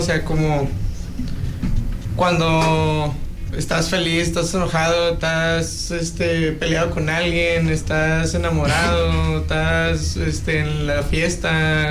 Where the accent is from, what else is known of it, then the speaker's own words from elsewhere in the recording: Puerto Vallarta, Jalisco, Mexico; yo nací aquí en Vallarta. Yo soy aquí, tengo 26 años.